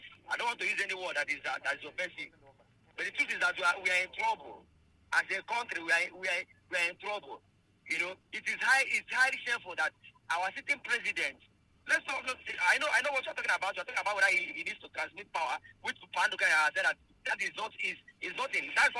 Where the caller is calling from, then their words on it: Enugu, Enugu State, Nigeria; I come from Enugu.